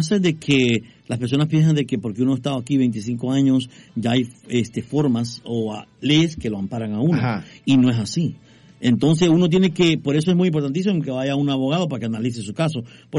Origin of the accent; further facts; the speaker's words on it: El Salvador; now in United States; yo siendo salvadoreño